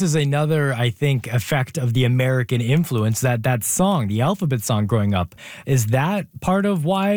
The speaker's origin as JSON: {"language": "English", "country": "Canada", "said": "as Canadians"}